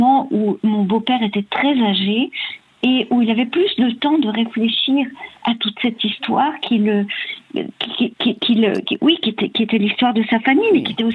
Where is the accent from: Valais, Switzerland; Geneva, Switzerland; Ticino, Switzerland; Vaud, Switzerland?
Geneva, Switzerland; born there